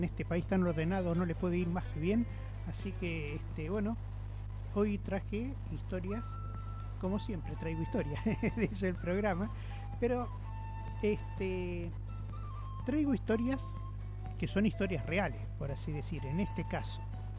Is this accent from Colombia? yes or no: no; Argentina